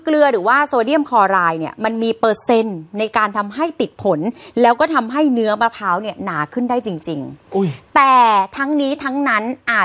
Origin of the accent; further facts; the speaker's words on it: Bangkok, Thailand; born there; ดิฉันเกิดที่กรุงเทพแม่ฉันคนโคราช